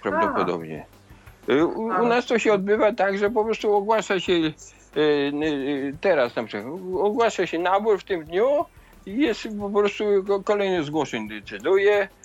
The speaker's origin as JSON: {"language": "Polish", "region": "Lublin Voivodeship", "country": "Poland", "tie": "born or raised there", "moved": "yes", "said": "Jest taki bieg w moich rodzinnych stronach, w Poznaniu, w Zamościu."}